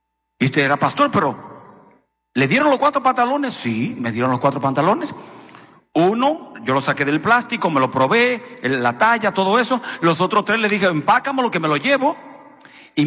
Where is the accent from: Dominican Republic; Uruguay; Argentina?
Dominican Republic; born there; moved away; En mi país, yo nací en República Dominicana, compartimos territorio con un hermoso país llamado Haití.